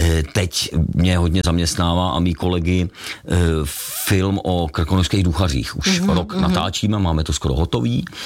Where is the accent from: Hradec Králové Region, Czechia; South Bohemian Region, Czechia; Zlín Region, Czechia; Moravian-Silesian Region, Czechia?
Hradec Králové Region, Czechia; Vrchlabí; jakožto rodák z Vrchlabí. Takže to je moje jako domovina, byť teda jako ta vysoká střední Asie, ten Afghánistán, Tádžikistán, Pákistán je druhá domovina